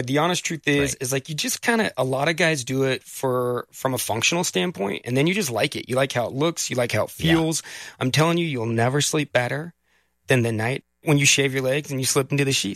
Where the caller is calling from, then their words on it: Salt Lake City, Utah, United States; I'm calling in from Salt Lake City, Utah.